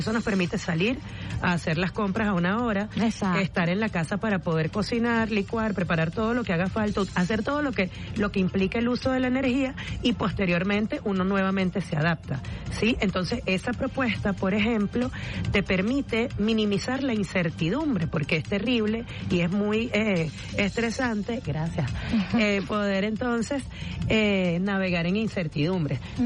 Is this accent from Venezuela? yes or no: yes; Los Teques, Miranda, Venezuela; Además, yo soy de allá de Los Teques